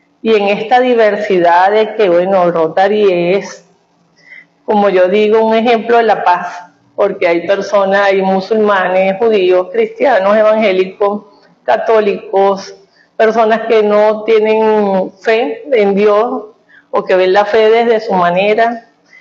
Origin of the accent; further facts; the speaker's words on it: Venezuela; como decimos los venezolanos